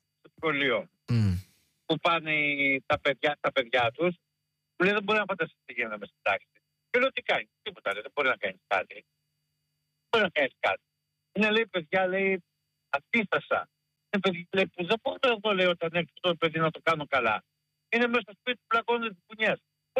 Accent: Thebes, Central Greece, Greece; αλλά μεγάλωσα στη Θήβα.

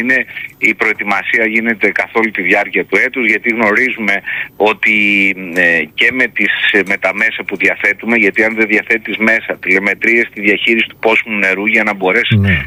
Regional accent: Greece; now in Preveza, Greece

